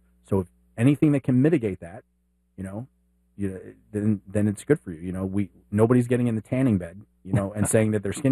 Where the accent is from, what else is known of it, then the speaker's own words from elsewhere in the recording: Dallas, Texas, United States; I remember when I was living in Dallas at the time. I was a kid. I grew up in Dallas.